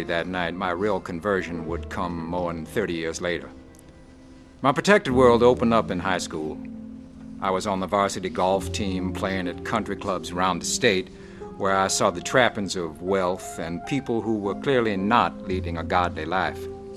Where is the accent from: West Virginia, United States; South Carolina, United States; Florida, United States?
South Carolina, United States; also born or lived in Spartanburg, United States; I was born in 1949 in Spartanburg, South Carolina, and raised in a small mill town. No one had money, but everyone was close and everyone seemed like family.